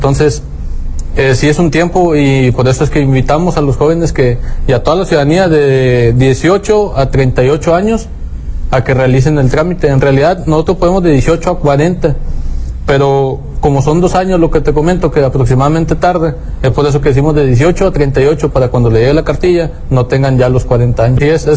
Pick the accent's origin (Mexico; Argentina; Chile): Mexico